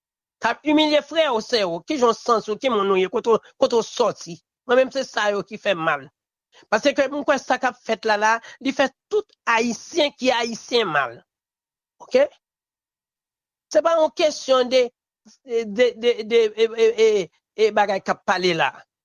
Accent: Haiti; je me sens frustré en tant que haïtien.

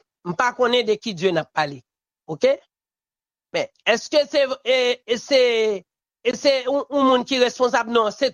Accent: Haiti; je sens que je suis frustré en tant que haïtien

